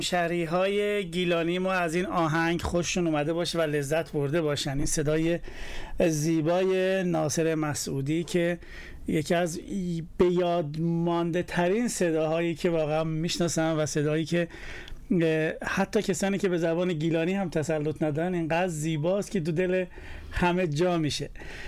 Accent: Iran; now in outside Iran; ما ایرانی هستیم

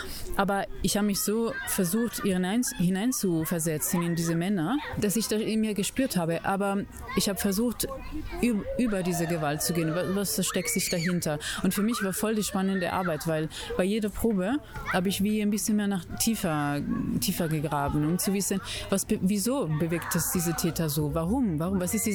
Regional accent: Italy; German is a second language; Ich komme aus Italien, es gibt, keine Ahnung, Gefängnisse, die überfüllt sind

